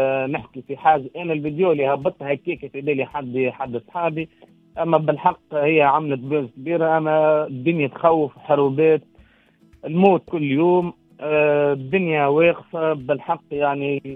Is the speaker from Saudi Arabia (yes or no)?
no; Tunisia; moved away as an adult; now in Russia; أنا تونسي